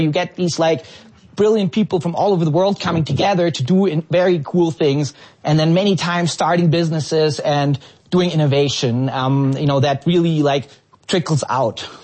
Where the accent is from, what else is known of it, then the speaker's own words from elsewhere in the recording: Germany; English is a second language; now in United States; And, you know, I'm from Germany.